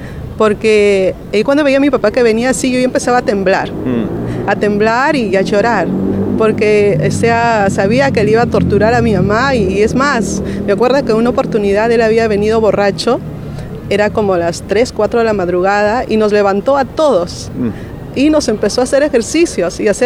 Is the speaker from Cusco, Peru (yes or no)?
no; Lima, Peru; born there; Tengo a mi madre viva todavía y nací en La Libertad, en Lima, Perú.